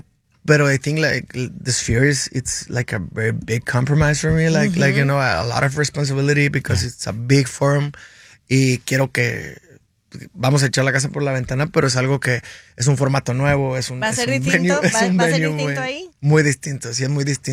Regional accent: Sonora, Mexico; Soy de Sonora, estamos bien impuestos a la crítica, tú le llamas carrilla, hasta allá tu hermano es el que más te trata peor, ¿no?

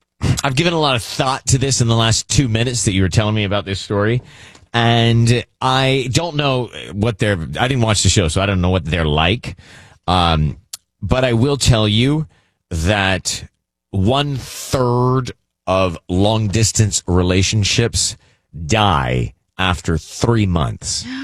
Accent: Georgia, United States; now in California, United States; I'm from Georgia. I moved to California.

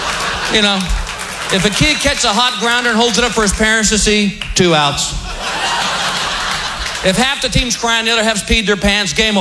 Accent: Texas, United States; I'm from Texas.

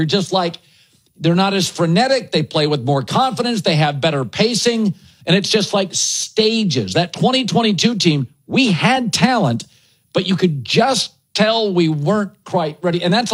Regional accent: Pacific Northwest, United States; I'm from the Pacific Northwest, which is a great soccer region in America.

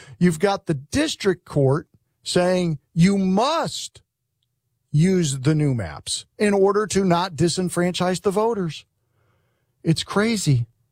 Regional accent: New England, United States; I'm originally from New England.

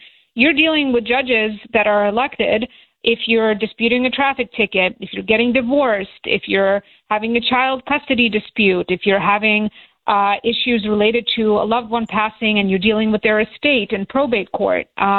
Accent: Russia; now in Chicago, United States; I've been in Chicago since 2013. I guess I've been living there longer than anywhere else. So I consider myself a Chicagoan, even though I'm originally from Russia.

